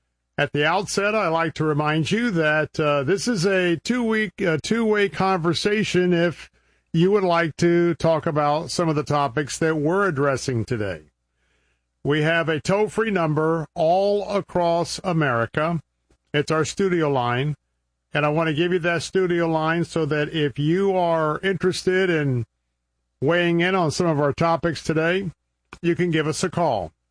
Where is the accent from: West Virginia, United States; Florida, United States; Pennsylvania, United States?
Florida, United States; Tampa; broadcasting from my hometown of Tampa, Florida.